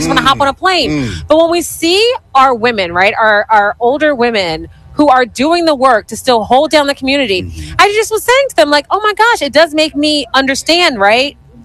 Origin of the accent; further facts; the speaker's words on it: Philadelphia, Pennsylvania, United States; I'm born and raised in Philadelphia.